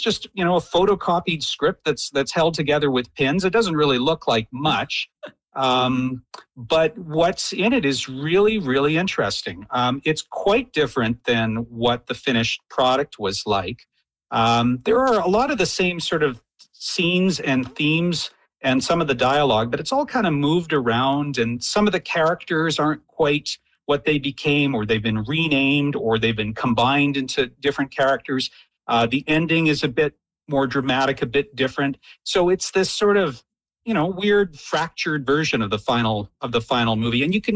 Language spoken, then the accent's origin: English; Nelson, British Columbia, Canada; born there; I remember being 10 years old and watching it in the Civic Theater in Nelson